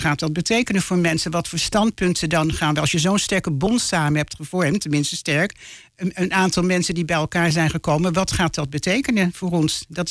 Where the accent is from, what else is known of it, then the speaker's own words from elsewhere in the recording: Netherlands; ik ben natuurlijk zelf ook geboren en getogen in Nederland. Ik heb een witte moeder en een zwarte vader.